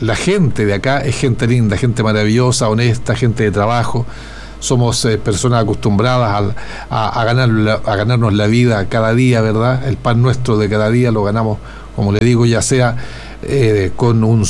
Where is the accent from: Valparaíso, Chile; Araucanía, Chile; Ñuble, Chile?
Ñuble, Chile; Chillán; la gente de Chillán, de la región de Ñuble, gente honesta, gente honrada, gente trabajadora, acostumbrada al rigor del clima, aguantamos calor en el verano, aguantamos el frío en el invierno